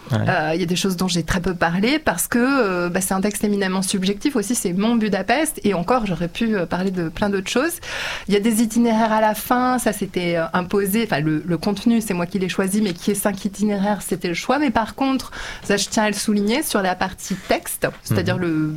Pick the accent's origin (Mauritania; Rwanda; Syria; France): France; je suis née en France de parents hongrois.